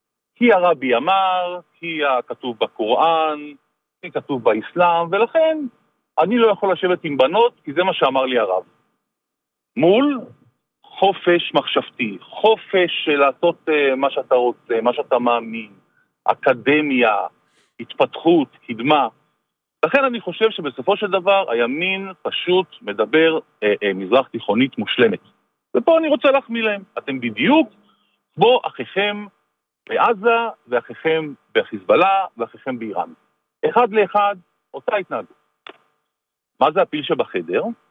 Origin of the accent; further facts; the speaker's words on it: Northern District, Israel; אני מהצפון, עמק ישראל.